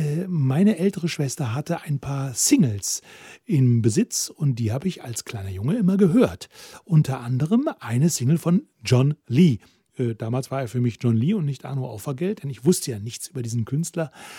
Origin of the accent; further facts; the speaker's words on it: North Rhine-Westphalia, Germany; der Mann kam aus dem Münsterland, aus meiner Heimat.